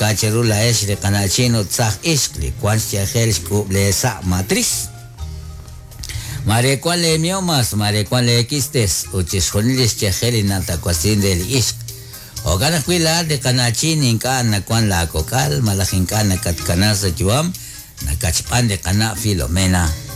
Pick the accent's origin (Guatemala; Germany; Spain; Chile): Guatemala; saber de que somos de origen ekchi, somos guatemalteco.